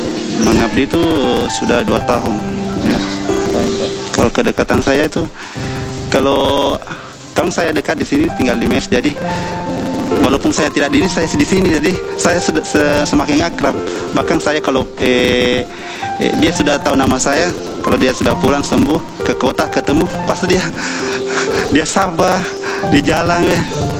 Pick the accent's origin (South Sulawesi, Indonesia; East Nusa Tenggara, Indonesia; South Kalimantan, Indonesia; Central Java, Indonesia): South Sulawesi, Indonesia; Makassar; born there; moved away; asal dari Makassar.